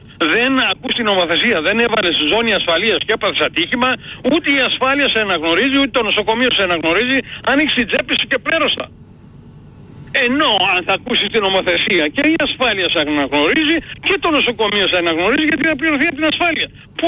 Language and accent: Greek; Greece; moved away; Εγώ είμαι 40 χρόνια φευγάζω έξω και έχω δικαίωμα να το μιλήσω. Αλλά είμαι Έλληνας, right?